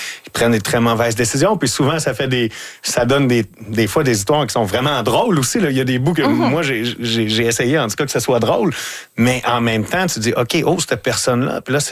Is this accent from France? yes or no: no; Lavaltrie, Quebec, Canada; now in Montreal, Canada; moi, je viens de la Valtrie, dans la région, okay, de la Naudière.